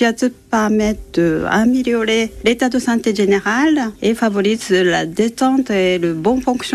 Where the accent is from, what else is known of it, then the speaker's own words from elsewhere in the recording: Japan; French is a second language; moved away; originaire du Japon, de mon pays natal.